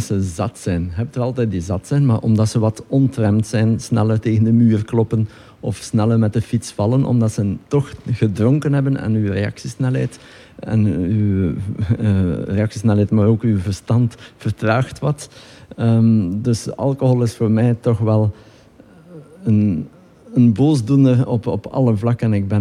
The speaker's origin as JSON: {"language": "Dutch", "region": "Flanders", "country": "Belgium", "tie": "born there", "said": "West-Vlaming, wel, geboren in Oost-Vlaanderen, gewoond in West-Vlaanderen."}